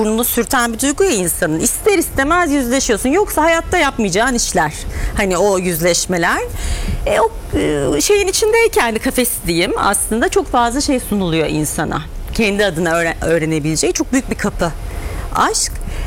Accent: Çan, Çanakkale, Turkey; moved away as an adult; now in Istanbul, Turkey; Çan ilçesinde büyüdüm.

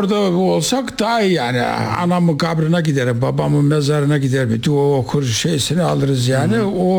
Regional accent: Trabzon, Turkey; moved away as an adult; now in Germany; Memleketim Trabzon, Ortahisar, Ayvalı mahallesinde

